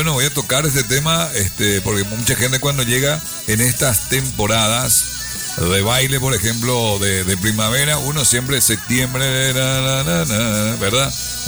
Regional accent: Paraguay

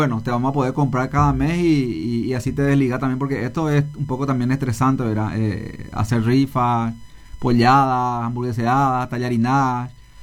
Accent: Concepción, Paraguay; now in Ciudad del Este, Paraguay; acá en Ciudad del Este también, yo particularmente también soy de Concepción, ¿verdad? Acá habemos muchos concepcioneros

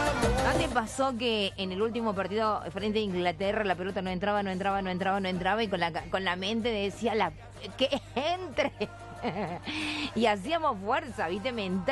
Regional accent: Argentina; ¡Qué groso que somos, argentinos!

